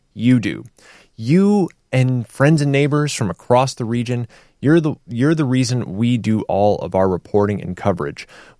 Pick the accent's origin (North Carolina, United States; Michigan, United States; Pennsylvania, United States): Michigan, United States; Midland; I'm from Midland.